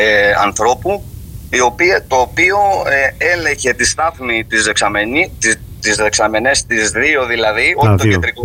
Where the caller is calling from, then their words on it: Kypseli, Ionian Islands, Greece; στο χωριό μου, στην Κυψέλη και στο Τραγάκι